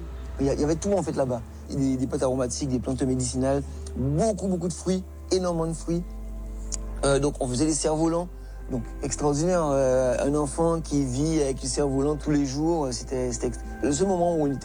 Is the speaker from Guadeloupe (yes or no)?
yes; Guadeloupe; now in Paris, France; Mes deux parents sont ici, mais moi je suis né en Guadeloupe.